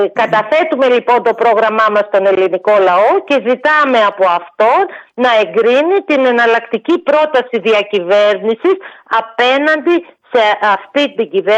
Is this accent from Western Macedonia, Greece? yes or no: yes; Kastoria, Western Macedonia, Greece; στον τόπο μου, στην Καστοριά, στον τόπο που γεννήθηκα, που ζω, που μεγάλωσα